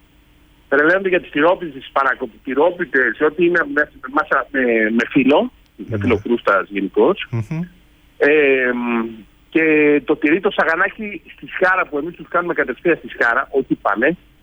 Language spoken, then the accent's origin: Greek; Greece; moved away as an adult; now in Spain; Από το 97 εγώ έφυγα από Ελλάδα και πήγα στην Ισπανία και άνοιξα το πρώτο ταβέρνα στην Ισπανία.